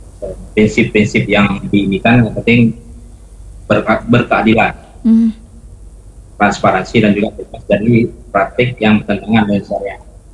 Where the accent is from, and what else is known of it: Aceh, Indonesia